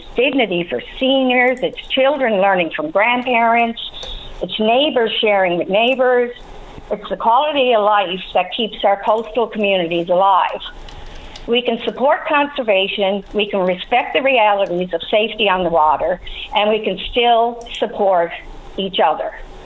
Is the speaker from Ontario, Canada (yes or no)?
no; Trepassey, Newfoundland and Labrador, Canada; now in Northeast Avalon, Canada; I grew up in Trepassey.